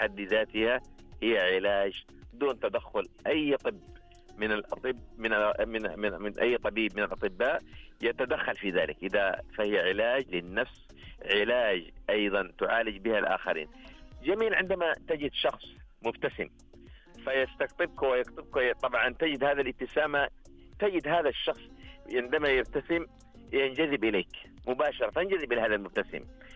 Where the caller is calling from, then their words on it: Jazan, Jazan Province, Saudi Arabia; من جازان.